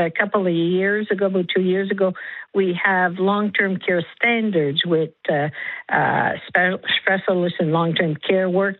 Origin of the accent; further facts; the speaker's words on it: New Brunswick, Canada; I'm from New Brunswick, but also Manitoba had what we used to call extramural